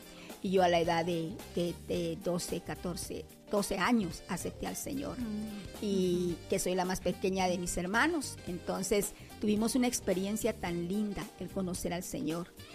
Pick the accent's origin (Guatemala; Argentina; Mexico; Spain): Guatemala; Guatemala City, Guatemala Department; born there; also born or lived in Quetzaltenango, Guatemala; de ahí decidimos pues la familia venirnos para acá, para la capital. Uh-huh. Yo vine muy, muy niña, ya casi como de 6, 7 años, o sea, mi mayoría de vida pues la he tenido aquí en la capital